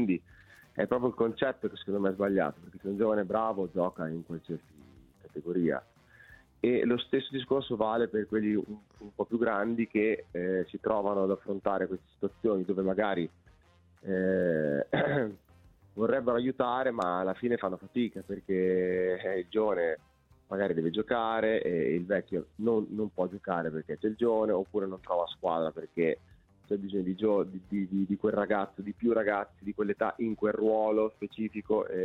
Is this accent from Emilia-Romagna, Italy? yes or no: yes; Ravenna, Emilia-Romagna, Italy; io sono di Ravenna